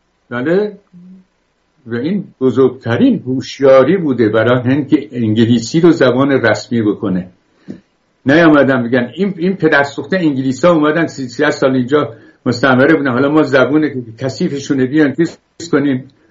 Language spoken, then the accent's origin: Persian; Iran; بله گفتم لوری، چون من خودم بختیاری هستم که به کسی بر نخوره.